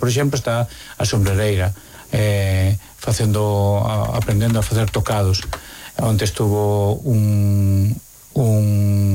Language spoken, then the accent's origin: Galician; Santiago de Compostela, Galicia, Spain; eu son de Santiago e teño que comer fora